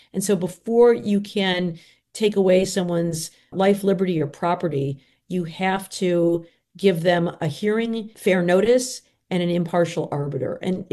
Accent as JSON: {"language": "English", "region": "Michigan", "country": "United States", "said": "In my home state of Michigan, there's a ballot initiative to remove that power from utilities"}